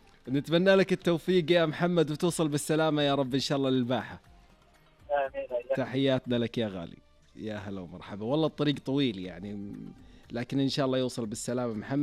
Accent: Yemen; نحن عندنا في اليمن

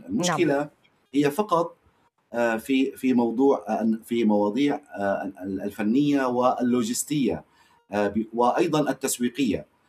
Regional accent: Syria; لا نريد نحن كسوريين أن نسمع أخبار مرتبطة بالنسب من الخارج.

